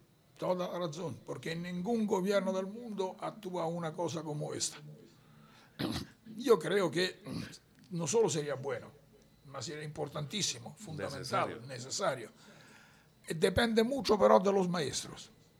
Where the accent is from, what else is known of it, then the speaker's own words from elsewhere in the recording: Nepi, Lazio, Italy; Spanish is a second language; now in Guatemala; como mi pueblo, Nepi